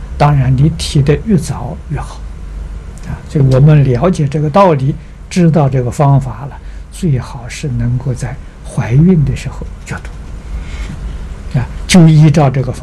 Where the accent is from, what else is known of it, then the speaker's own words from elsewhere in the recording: China; 我们中国人